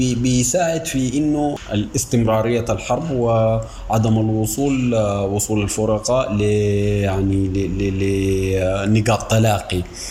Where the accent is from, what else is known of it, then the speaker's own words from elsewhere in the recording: Sudan; ونحن كدولة سودانية بنقول انه اللي هي تعدد الجيوش